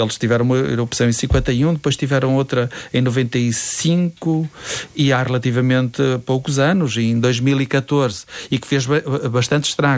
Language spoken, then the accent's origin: Portuguese; Norte, Portugal; Eu sou duriense, não é? Sou transmontano duriense